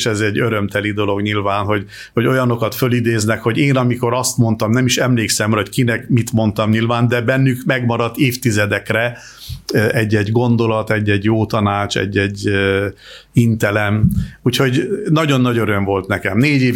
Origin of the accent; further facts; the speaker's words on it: Hungary; moved away; Az én számomra ez egy természetes dolog, hogy én egy magyar háttérből jövök, és magyarként élek a világban, akkor is, ha gyakorlatilag 39 éve már külföldön élek